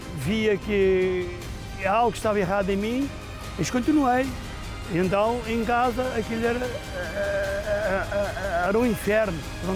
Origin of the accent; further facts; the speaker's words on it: Funchal, Madeira, Portugal; now in Lisbon, Portugal; Eu sou natural do Funchal